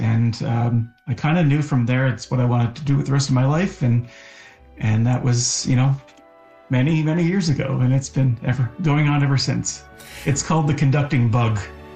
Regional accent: Nova Scotia, Canada; and I was growing up in Nova Scotia in Cape Breton, and I had joined the Nova Scotia Youth Orchestra at age 15

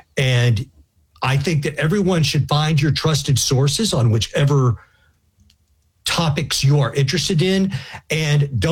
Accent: Texas, United States; in my home state of Texas, it's a big question because we have a lot of data centers

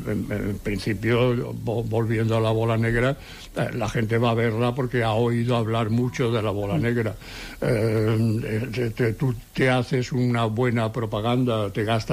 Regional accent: Seville, Andalusia, Spain; now in Barcelona, Spain; cuando vinimos de Sevilla.

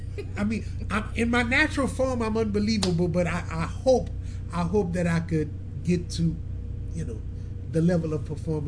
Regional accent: Lafayette, Louisiana, United States; I'm from Lafayette. We don't grow sugar cane here.

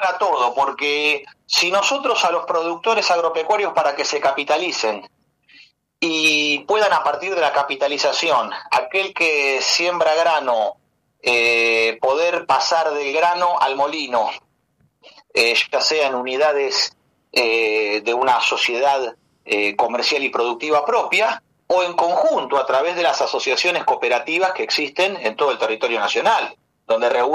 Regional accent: Argentina

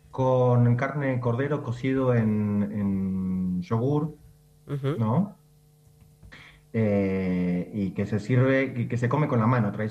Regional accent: Argentina; now in Jordan; yo soy el único argentino acá que da clases de tango.

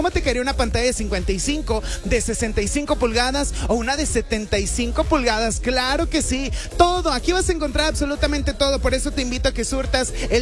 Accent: Monterrey, Nuevo León, Mexico; Y lo, como buen regio, nosotros preparando la fiesta, preparando el ambiente, preparando la carne asada.

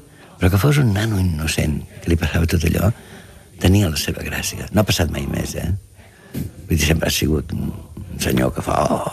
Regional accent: Catalonia, Spain; Potser sí que soc català, però això em sembla que és molt objectiu.

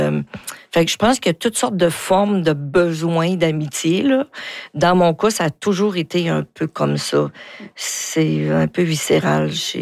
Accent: Rouyn-Noranda, Quebec, Canada; je suis née en Rouyn-Noranda.

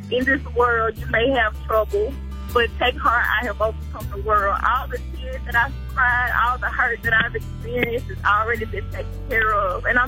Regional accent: Jackson, United States; I'm 23. I'm from Jackson.

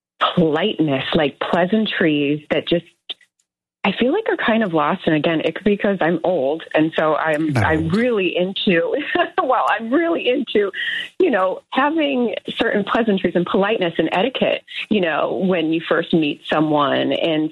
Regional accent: New York, United States; He has some ties here, and I do too. I'm from New York.

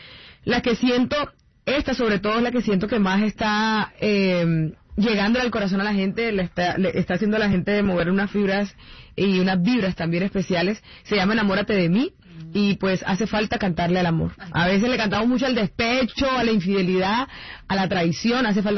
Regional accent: Aguachica, Cesar, Colombia; also born or lived in Bogotá / Barranquilla / Bucaramanga; también trabajé un álbum desde mi tierra, Aguachica Cesar, que es mi pueblo, y me faltaba tener esa deuda pendiente con Valledupar

